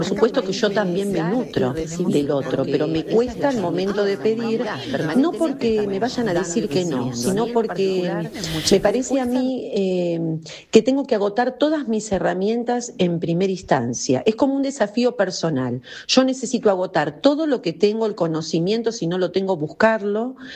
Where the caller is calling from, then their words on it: Buenos Aires, Argentina; de Parque Avellaneda.